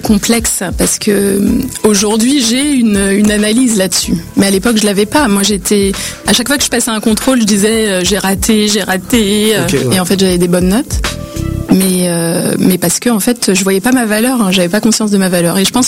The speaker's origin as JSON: {"language": "French", "town": "Aubervilliers", "region": "Île-de-France", "country": "France", "tie": "born or raised there", "also_born_or_lived": "La Courneuve", "said": "Alors, j'ai grandi à Aubervilliers et à La Courneuve, mes deux villes de cœur de ma jeunesse jusqu'à 25 ans. Je suis d'origine algérienne."}